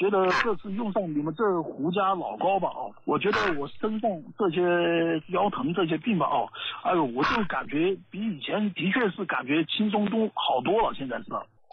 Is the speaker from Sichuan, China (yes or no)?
yes; Mianyang, Sichuan, China; 以前在我们这，因为我是四川绵阳这边的朋友，在我们绵阳这边中心医院，我也治疗过很多次。